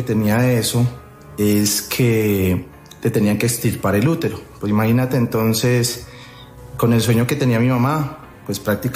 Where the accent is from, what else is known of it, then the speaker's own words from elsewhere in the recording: Ipiales, Nariño, Colombia; now in Antioquia, Colombia; propiamente yo soy de una ciudad del departamento de Nariño que se llama Ipiales, la frontera con el Ecuador. Actualmente vivo es en Antioquia